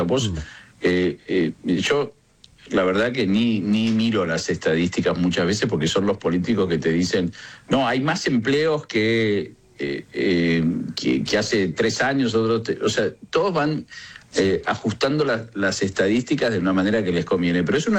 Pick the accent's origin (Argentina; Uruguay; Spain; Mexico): Argentina; los otros éramos argentinos